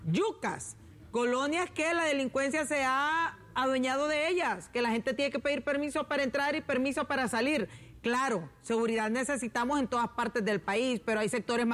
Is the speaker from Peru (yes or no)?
no; Tegucigalpa, Francisco Morazán, Honduras; born there; Si aquí la mayoría hemos crecido en estas colonias, sí. Pues yo soy de Lato, colindando con Villanueva, con la Kennedy